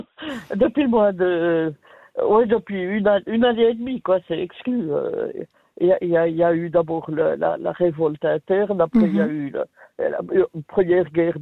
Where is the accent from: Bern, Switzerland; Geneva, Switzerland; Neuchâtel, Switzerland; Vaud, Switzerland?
Neuchâtel, Switzerland; also born or lived in La Chaux-de-Fonds; Enfin, de la région de Neuchâtel.